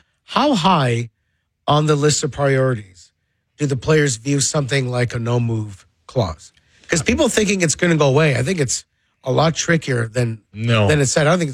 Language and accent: English; Canada; So growing up in Canada, what was the biggest...